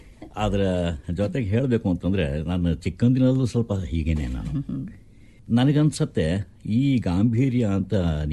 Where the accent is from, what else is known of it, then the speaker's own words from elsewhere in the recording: Mysore, Karnataka, India; ನಾನು ಮೈಸೂರಿನವನೇ, ಮೈಸೂರಿನಲ್ಲಿ ಹುಟ್ಟಿದವನು ಬೆಳೆದವನು.